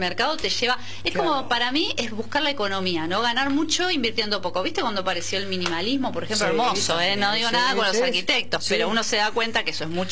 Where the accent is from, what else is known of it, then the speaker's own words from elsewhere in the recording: Argentina; accent: Rioplatense; en Argentina nuestro castellano rioplatense tiene la R